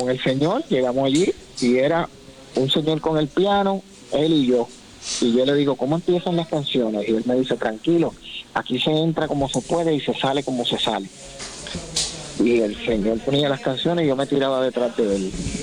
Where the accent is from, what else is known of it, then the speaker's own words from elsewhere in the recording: Toa Alta, Puerto Rico; moved away as an adult; now in Kissimmee, United States; Yo soy natural de Toa Alta. Me crié toda la vida en Toa Alta, aunque ahora vivo fuera de Puerto Rico. Estoy en la ciudad de Kissimmee hace 10 años.